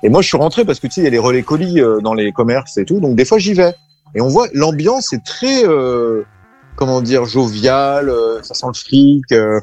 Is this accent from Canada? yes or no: no; Réunion, France; mais là, je suis réunionnais